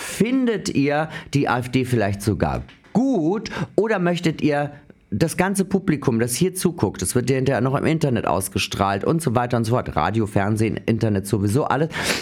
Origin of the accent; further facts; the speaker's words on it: Austria; die können besser Deutsch als ich, als Österreicherin